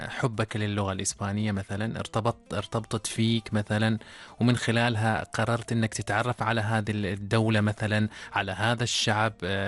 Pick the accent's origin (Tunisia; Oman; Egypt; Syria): Oman